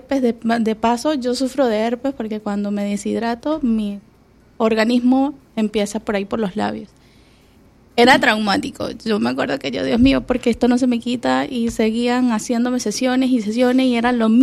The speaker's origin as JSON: {"language": "Spanish", "country": "Venezuela", "also_born_or_lived": "Colombia / Dominican Republic", "moved": "as an adult", "lives_now": "Panama", "said": "después me hago mi primer curso allí en Venezuela. Soy nacionalidad de Venezuela, hago la primera capacitación allí"}